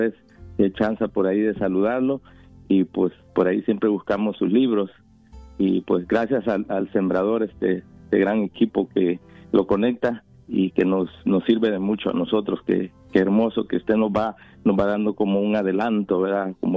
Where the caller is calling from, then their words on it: South Gate, California, United States; De Southgate, por aquí en California.